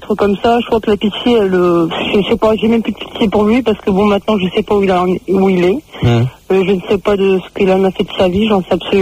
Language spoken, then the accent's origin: French; Turkey; C'était d'origine, je suis turque, et j'étais en vacances, et on est revenu, plus de père, plus personne.